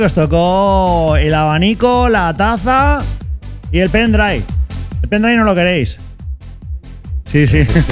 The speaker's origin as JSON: {"language": "Spanish", "country": "Spain", "said": "¿Pero qué decía de Quintanar? Somos españoles, ¿qué quieres que te gane?"}